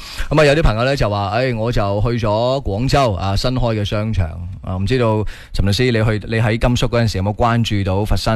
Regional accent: Guangdong, China; 因为食嘢都好啱我哋广东人胃口嘅噃。

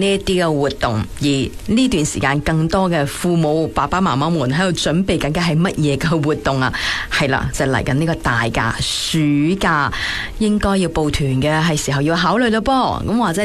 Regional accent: Guangdong, China

